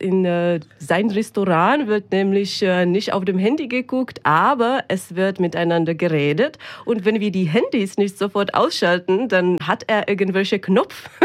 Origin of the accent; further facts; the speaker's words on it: Rüsselsheim, Hesse, Germany; Auch aus Rüsselsheim.